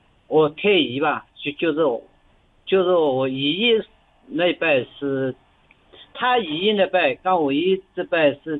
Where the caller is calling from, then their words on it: Huai'an, Jiangsu, China; 我是江苏淮安的。